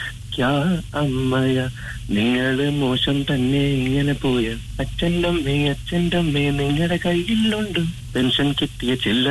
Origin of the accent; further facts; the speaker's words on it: Kasaragod district, Kerala, India; now in Sharjah, United Arab Emirates; നാട്ടില് ഞാൻ കാസർഗോഡ് ജില്ലയാണ്, തിരിക്കുളം എന്ന് പറയുന്നത് ഗ്രാമം, നീലേശ്വരത്തിന്റെ അടുത്തായിട്ട് വരും.